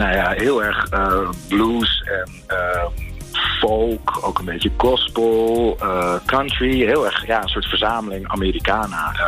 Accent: Netherlands; En dat is best wel bijzonder als Nederlander, weet je wel.

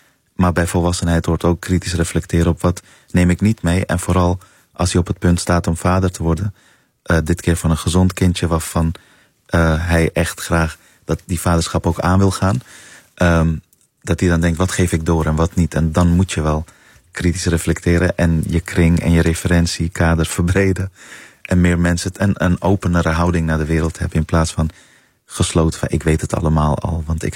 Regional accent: Netherlands; want dat zijn wel de romans waarmee ik ben opgegroeid in Nederland.

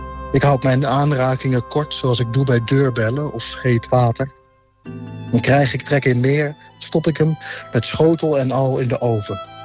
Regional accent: Zutphen, Gelderland, Netherlands; now in Utrecht, Netherlands; Ik ben 28 jaar. Ja, ik ben in Zutphen opgegroeid.

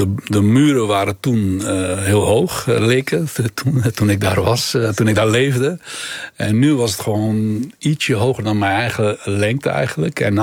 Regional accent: Afghanistan; moved away; maar ook 30 jaar ben ik uit Afghanistan gevlucht. En ik vertelde mijn 18-jarige zoon of 16-jarige dochter of 12-jarige zoon verhalen uit Afghanistan.

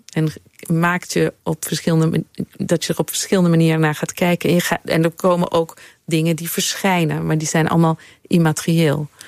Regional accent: Linkebeek, Flanders, Belgium; also born or lived in Bakkum, Netherlands; Ik ben in Bakkum geboren. Maar daar stond geen gemeentehuis. Dus er staat Castricum in mijn paspoort. En later zijn we naar Brussel verhuisd. In het in Linkebeek. Een klein dorpje aan het zuiden van Brussel.

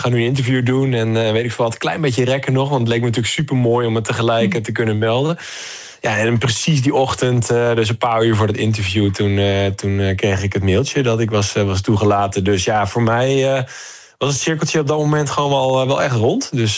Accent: Deventer, Overijssel, Netherlands; En ik kom uit Deventer.

